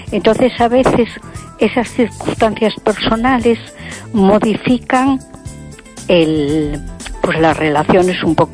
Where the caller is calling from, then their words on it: A Coruña, Galicia, Spain; de Coruña.